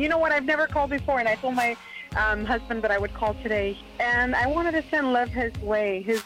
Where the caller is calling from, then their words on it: Canby, Oregon, United States; I'm calling from Canby, Oregon.